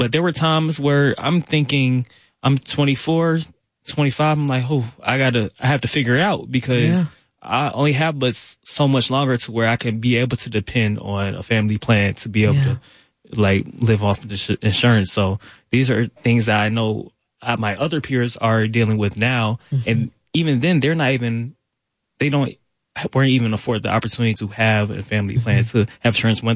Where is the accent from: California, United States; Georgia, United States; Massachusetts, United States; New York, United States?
Georgia, United States; South Fulton; I really want them to touch on topics that are really affecting the communities I grew up in. I grew up in South Fulton.